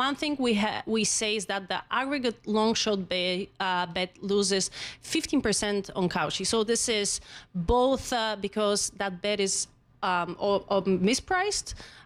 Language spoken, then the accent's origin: English; Bulgaria; But, you know, I'm from Bulgaria, and then Bulgaria had very low odds of winning Eurovision.